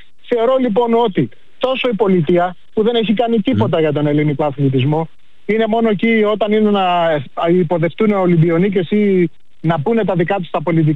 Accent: Greece; Εγώ ως Έλληνας είμαι περήφανος.

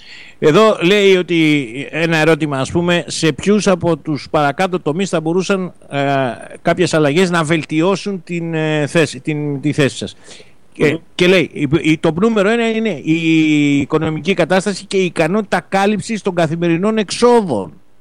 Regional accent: Greece

